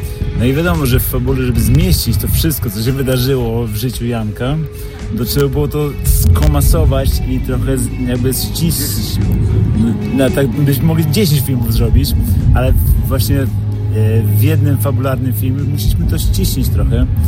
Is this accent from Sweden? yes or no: yes; Sweden; Ja wychowałem się, jestem urodzony, wychowany w Szwecji i kuzyni moi wysyłali mi z Polski rzeczy.